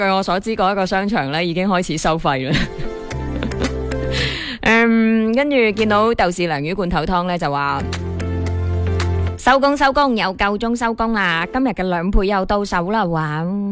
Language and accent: Cantonese; Guangdong, China; 我哋广东人就系咁务实噶嘛